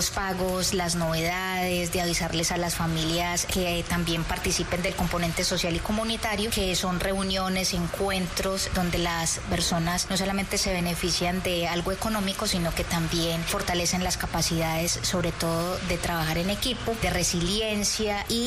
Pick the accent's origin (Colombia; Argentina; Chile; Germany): Colombia; Sabanalarga, Antioquia; moved away as an adult; also born or lived in Urabá; Yo soy orgullosamente nacida en Sabana Larga y he trabajado en Urabá, pero regresé nuevamente a Sabana Larga porque es mi tierra y quiero mucho este pueblo que está bañado por montañas.